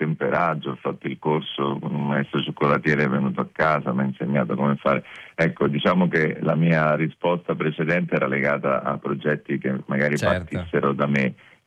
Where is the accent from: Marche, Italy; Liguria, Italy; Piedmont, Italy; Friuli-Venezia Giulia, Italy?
Marche, Italy; Poi appunto vengo dalle Marche, che come poi tutte le regioni d'Italia hanno particolarità e ricchezze gastronomiche, però insomma nelle Marche abbiamo ovviamente dei piatti che sono nati e cresciuti lì